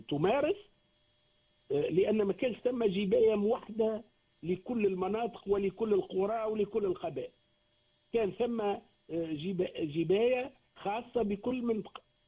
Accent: Gafsa, Gafsa Governorate, Tunisia; القبرصلي عندنا في قفصة

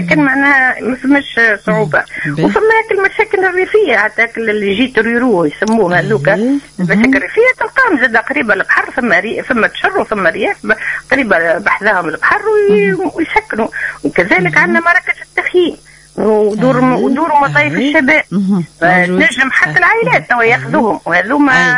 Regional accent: Tunisia

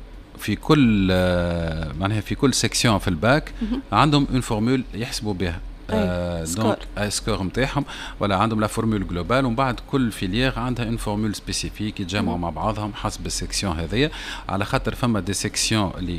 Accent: Tunisia; احنا في ثقافتنا التوانسة

